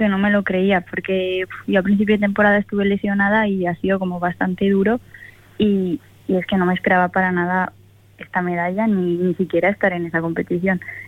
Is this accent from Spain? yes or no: yes; Ansoáin, Navarre, Spain; born there